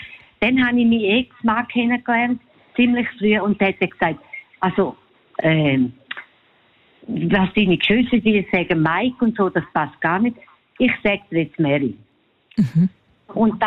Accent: Grisons, Switzerland; Also ich komme aus dem Bündnerland.

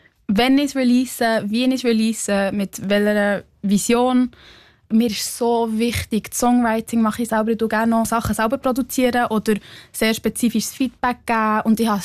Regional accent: Biel, Bern, Switzerland; dass ich mich als Schweizerin identifiziere. Das konnte ich noch nie so klar sagen. Aber ich liebe einfach das Land.

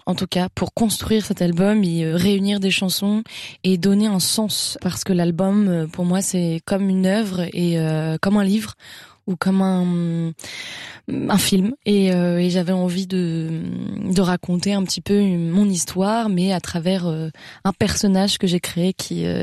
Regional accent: Paris, Île-de-France, France; born or raised there; first language French

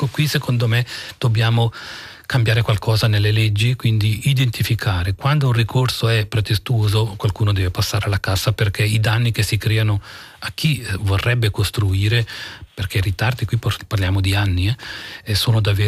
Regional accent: Piano di Peccia, Ticino, Switzerland; io sono originario del piano di Pecia

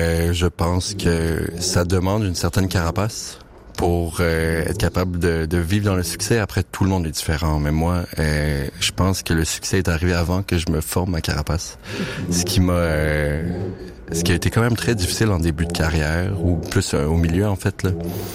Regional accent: Montreal, Quebec, Canada; Bonjour tout le monde … je viens de Montréal.

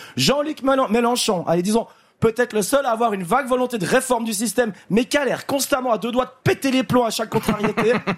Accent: Switzerland; En tant que Suisse, je ne me permettrai en aucun cas de faire la morale politique aux Français.

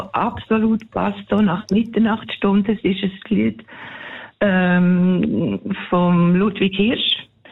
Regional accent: Bern, Switzerland; Ich bin Bernerin.

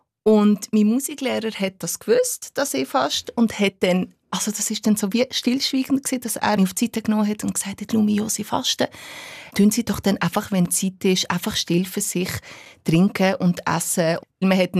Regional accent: Albania; Und dann habe ich gesagt, ja, aber ich bin ja nicht aus einem arabischen Land, ich bin aus Albanien.

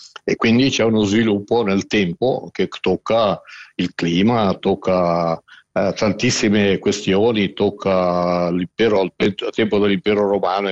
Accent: Mesocco, Graubünden, Switzerland; nel mio paese, una capitale dell'archeologia che però purtroppo è sparita

